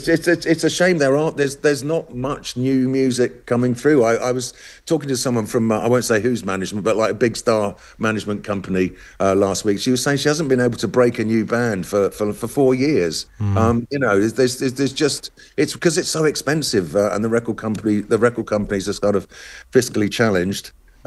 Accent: Scotland, United Kingdom; even as a Scotsman

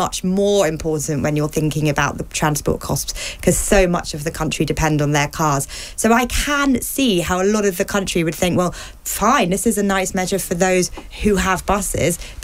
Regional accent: London, United Kingdom; I'm a Londoner. I got the bus always to school and they were cheap in London, although we still had to pay back when I was a kid.

